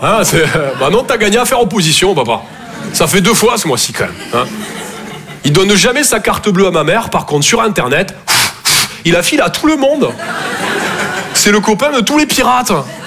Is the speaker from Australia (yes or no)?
no; Toulouse, Occitanie, France; Je viens de Toulouse, à la base. Ouais, ça s'entend un peu. Ouais. Ben, mon accent, c'est vraiment comme mon sexe.